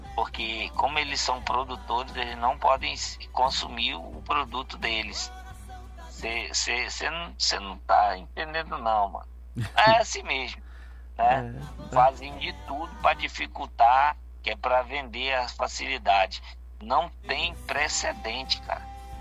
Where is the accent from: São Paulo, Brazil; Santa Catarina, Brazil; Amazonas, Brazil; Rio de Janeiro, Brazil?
Amazonas, Brazil; Presidente Figueiredo; como eu sou de Presidente Figueiredo, eu tenho um monte de parente